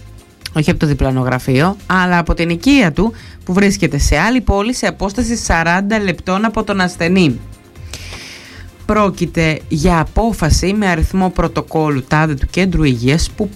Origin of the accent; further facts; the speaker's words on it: Lixouri, Ionian Islands, Greece; Γιατί την χάνει να είμαι από το Λιξούρι